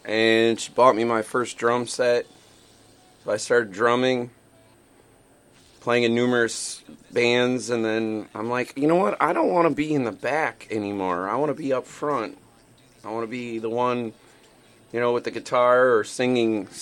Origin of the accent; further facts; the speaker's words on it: West De Pere, Wisconsin, United States; I'm a native from West De Pere.